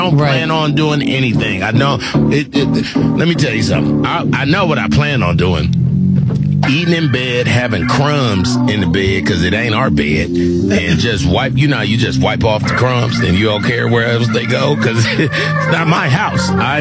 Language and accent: English; California, United States; I'm from California. That was always what we can, worst day ever, no money ever. We can get a blanket and go to the beach.